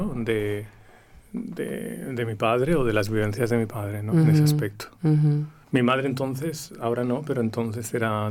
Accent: Sabadell, Catalonia, Spain; born there; También en Barcelona, en Sabadell.

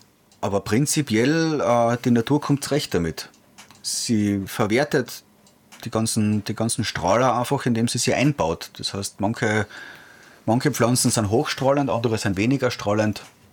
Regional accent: Austria

